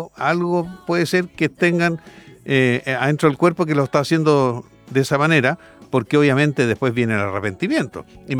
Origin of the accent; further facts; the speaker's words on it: Chile; una vergüenza para nosotros como chilenos